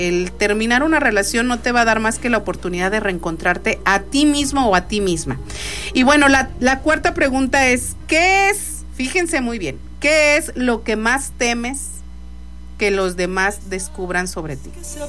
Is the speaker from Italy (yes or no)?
yes; Italy; Spanish is a second language; Porque yo soy ser italiana.